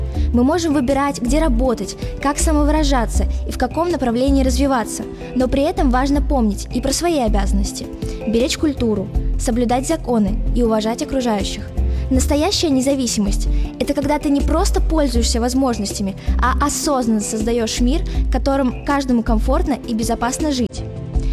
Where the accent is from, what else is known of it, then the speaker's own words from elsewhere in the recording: Ulyanovsk, Ulyanovsk Oblast, Russia; moved away as an adult; now in Moscow, Russia; Когда я переезжала из Ульяновска в Москву, чтобы учиться и всерьез заниматься музыкой, я остро почувствовала, что такое настоящая свобода выбора. В 20 лет кажется, что перед тобой открыты все дороги.